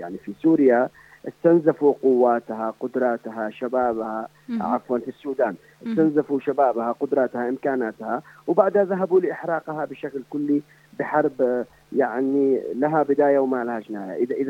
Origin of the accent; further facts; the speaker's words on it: Yemen; نحن كيمنيين